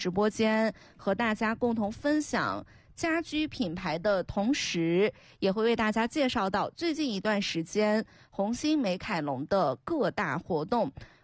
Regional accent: Yan'an, Shaanxi, China; accent: Yan'an dialect; 咱们延安话

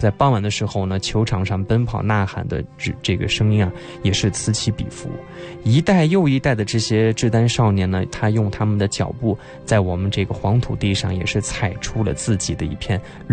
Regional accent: Zhidan, Shaanxi, China; 这个陕北的小县城，也是我的故乡啊

